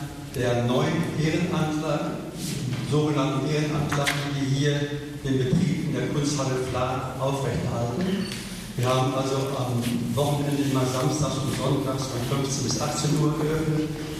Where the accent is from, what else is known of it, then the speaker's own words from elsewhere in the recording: North Rhine-Westphalia, Germany; moved away as an adult; now in Schleswig-Holstein, Germany; Ich bin zwar kein Norddeutscher, ich bin ein gebürtiger Ruhrpottler, aber fühle mich in Schleswig-Holstein schon seit 30 Jahren wohl.